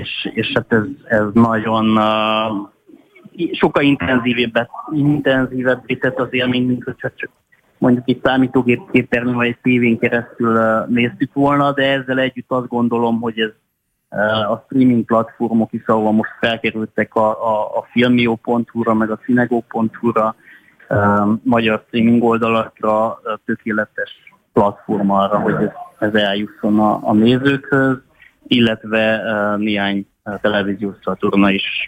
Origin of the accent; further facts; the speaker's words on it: Transylvania, Romania; Hát nekem is egyébként a gyerekként én egy erdélyi faluban nőttem fel